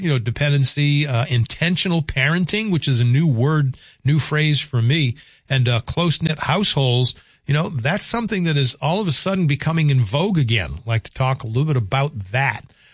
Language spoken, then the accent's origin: English; the South, United States; I wouldn't say I'm a fan, but growing up in the South, it was obviously a normal staple in our Saturdays.